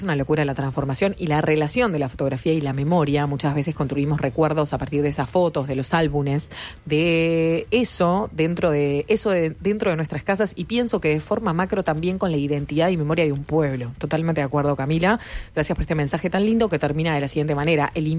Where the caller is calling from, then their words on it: Salinas, Canelones, Uruguay; de Salinas y bueno, yo siempre saqué fotos con cámara.